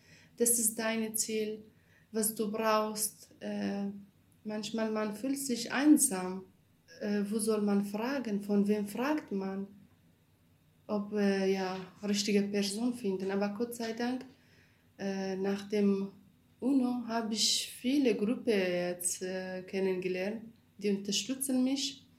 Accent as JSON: {"language": "German", "region": "Kurdistan Region", "country": "Iraq", "second_language": "German", "lives_now": "Germany", "said": "Nordirak, ich bin Kurdin."}